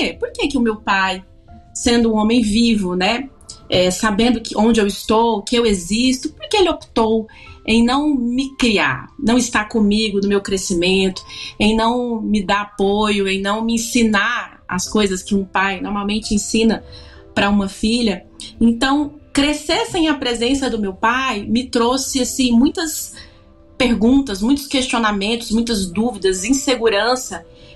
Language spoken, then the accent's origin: Portuguese; Rio Maria, Pará, Brazil; eu sou do Pará, Rio Maria, Pará, então é uma cidade pequena, de interior.